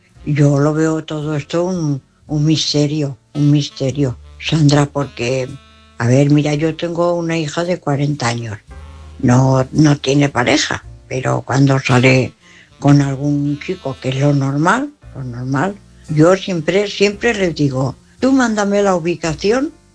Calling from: Valencia, Valencian Community, Spain; corresponsal … de Valencia.

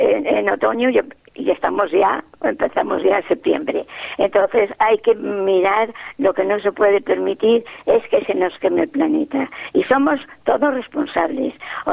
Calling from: Alcoy, Valencian Community, Spain

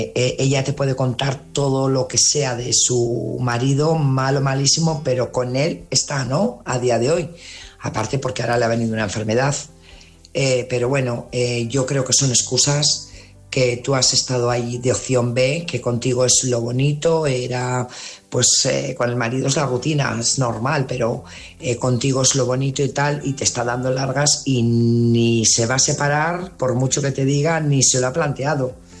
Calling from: Burgos, Castile and León, Spain; Buenas noches … corresponsal de Burgos

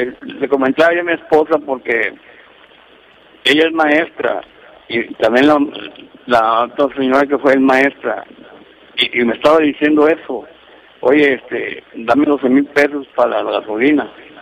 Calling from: Cadereyta Jiménez, Nuevo León, Mexico; Yo soy de Cadereyta.

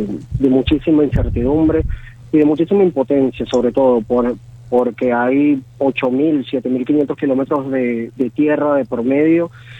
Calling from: Caracas, Capital District, Venezuela; Yo vivo en San Martín, en Caracas.

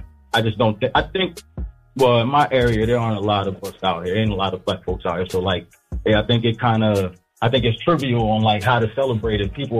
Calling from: Lancaster, Pennsylvania, United States; from Lancaster, PA.

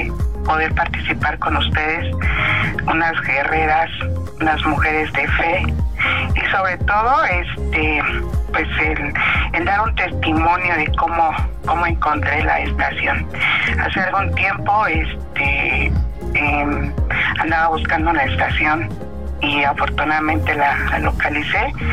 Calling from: Tulancingo, Hidalgo, Mexico; yo tengo 59 años, vivo en Tulancingo, Hidalgo.

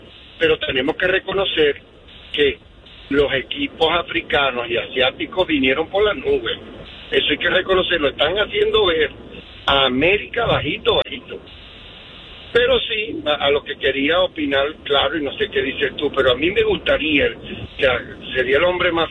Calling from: Utah, United States

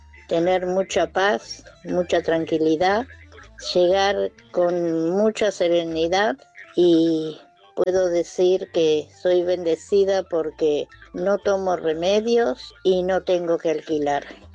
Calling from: Capitán Sarmiento, Buenos Aires Province, Argentina; de Capitán Sarmiento. ¿Qué agradezco? Agradezco haber llegado en el mes de agosto a mis 80 años

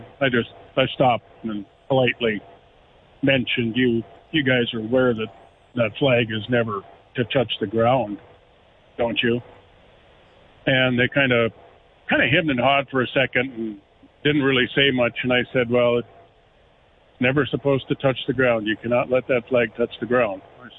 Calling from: United States; that type of thing bothers me as an American.

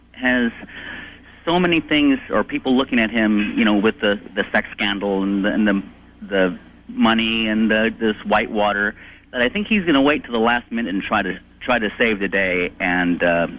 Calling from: Tualatin, Oregon, United States; I'm calling from Tualatin, Oregon.

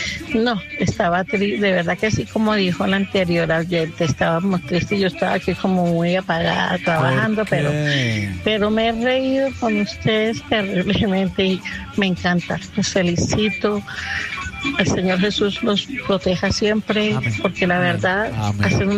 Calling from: Mosquera, Cundinamarca, Colombia; de Mosquera.

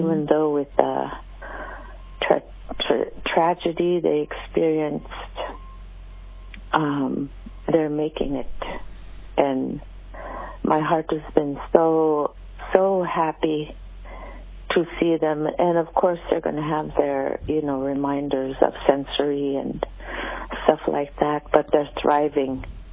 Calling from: Anchorage, Alaska, United States; Hi, I'm just calling from Anchorage.

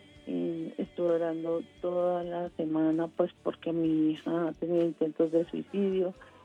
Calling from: Tunja, Boyacá, Colombia; Estoy en Tunja, en Tunja.

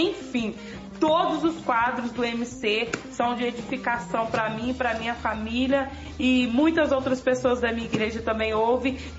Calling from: Juiz de Fora, Minas Gerais, Brazil; eu falo de Juiz de Fora, no bairro de Igrejinha, Minas Gerais.

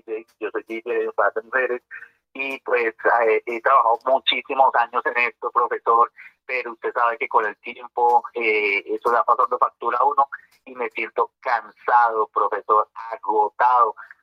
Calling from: Bogotá, Bogotá D.C., Colombia; Yo llamo aquí de Bogotá, el barrio Britalia. Yo estoy aquí en Britalia, profesor.

